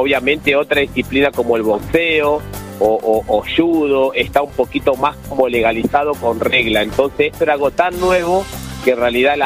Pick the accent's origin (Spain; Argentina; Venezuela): Argentina; Neuquén; Yo soy un competidor de Neuquén que ha estado en los mejores eventos de tanto de Argentina como también en el mundo.